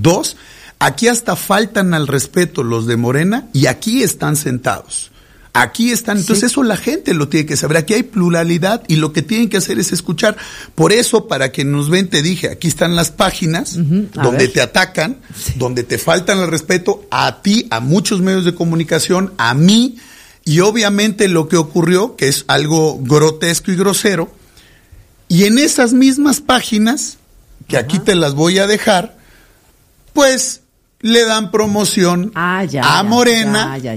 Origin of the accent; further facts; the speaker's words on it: Mexico; Antes de ser priistas o panistas, somos mexicanos